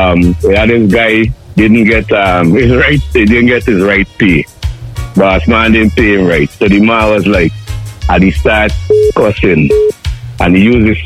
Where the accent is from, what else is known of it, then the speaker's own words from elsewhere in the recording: Guyana; moved away; I'm from Guyana.